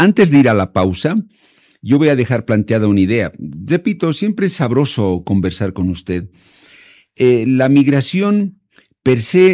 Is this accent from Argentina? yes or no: no; Bolivia; Tuvimos la mala fortuna de no contar con migraciones y estar encerrados ahí en el centro de Sudamérica